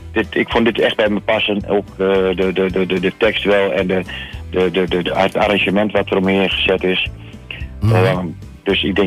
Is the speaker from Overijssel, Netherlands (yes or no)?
yes; Almelo, Overijssel, Netherlands; now in Germany; Ik kom uit Twente, geboren in Hoge Almelo.